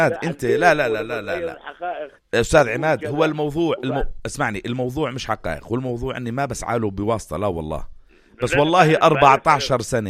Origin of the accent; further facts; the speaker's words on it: Jordan; عندنا بالأردن